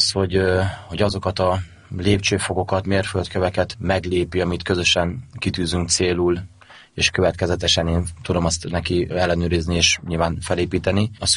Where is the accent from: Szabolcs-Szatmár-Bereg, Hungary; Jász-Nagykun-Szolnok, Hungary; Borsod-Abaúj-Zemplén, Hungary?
Borsod-Abaúj-Zemplén, Hungary; Tiszaújváros; moved away as an adult; én Tiszaújvárosban nőttem fel, meg ott voltam edző